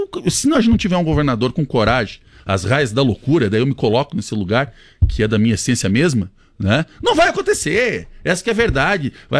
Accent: Chapecó, Santa Catarina, Brazil; eu sou natural aqui de Chapecó, eu escuto isso desde que me conheço por gente

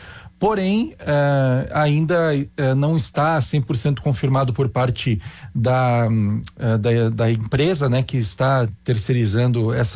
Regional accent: Erechim, Rio Grande do Sul, Brazil; Eu sou gaúcho de Erechim, acompanhei tanto o Grêmio quanto o Inter em grandes campanhas. É ruim ver o time os dois times, né, do nosso estado num momento técnico muito ruim.

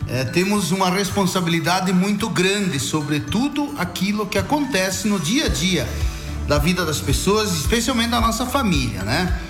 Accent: Brazil

